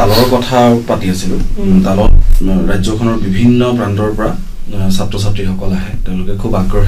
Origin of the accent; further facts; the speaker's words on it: Kaliabor, Assam, India; এতিয়া মোৰ গাঁওখনৰ কথাই কওঁ, মই গলিয়াবৰ পৰা আহিছোঁ, মোৰ গাঁওখনত এনে বহু ল'ৰা ছোৱালী আছে